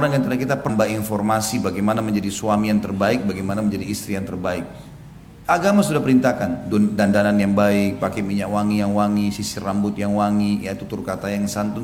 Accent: Indonesia; Kita ini orang Melayu, orang Indonesia.

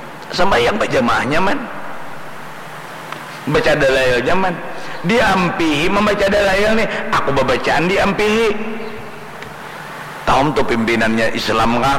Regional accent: South Kalimantan, Indonesia; sedangkan kita orang Banjar 3 kali seminggu

